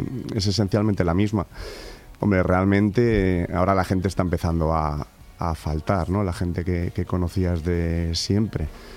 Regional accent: Santander, Cantabria, Spain; moved away as an adult; also born or lived in Pamplona; Soy de Santander. Lo que pasa es que he estado años fuera porque estudié la carrera en Pamplona y luego pues lo alargué un poquito con el doctorado y dando clases, he estado en el extranjero trabajando también, pero yo soy cántabro, vamos, he nacido a 200 metros

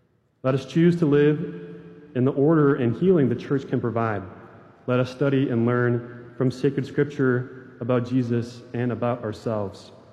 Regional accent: Wisconsin, United States; now in Winona, United States; I'm from Wisconsin

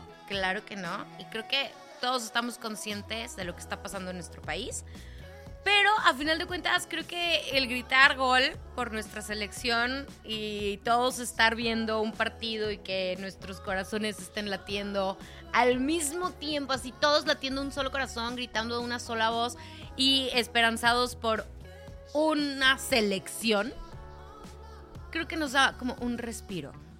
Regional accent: Mexico

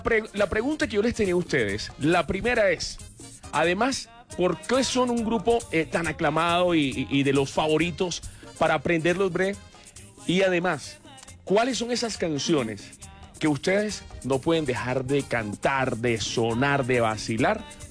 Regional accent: Barranquilla, Atlántico, Colombia; Vea, yo vengo de Barranquilla

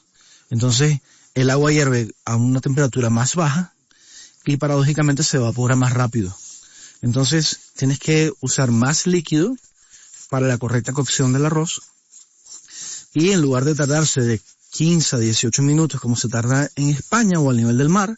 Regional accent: Venezuela; born there; Hombre, yo soy venezolano y soy mexicano nacido en Venezuela

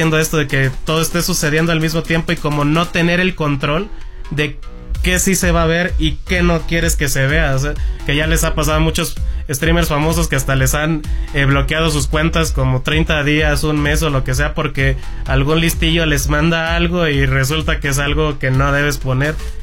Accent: Michoacán, Mexico; moved away as an adult; now in Mexico City, Mexico; llegué a la ciudad, soy de Michoacán, primero que nada. Arriba Michoacán.

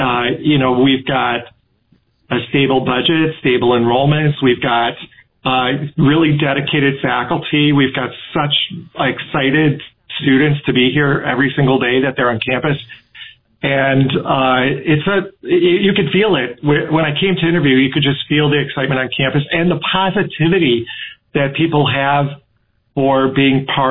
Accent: Wisconsin, United States; I have, but I'm from Wisconsin, and so it's easy for me to fall into it. You know, my vowels are getting bigger.

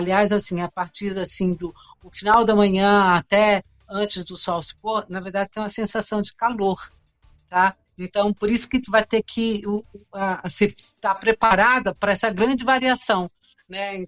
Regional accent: Minas Gerais, Brazil; Perdões, eu sou de Minas, né?

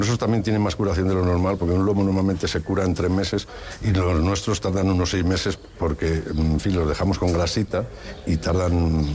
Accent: Guijuelo, Castile and León, Spain; now in Boecillo, Spain; Yo soy de Guijuelo, pero me casé aquí en Buecillo, con una de Buecillo

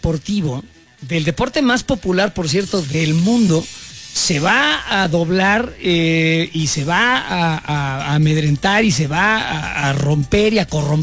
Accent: Mexico; now in United States; México es mi primera nación. Yo creo que en mis amores y cariños en segundo estaría España. Y luego está el país que me da cobijo y donde vivo

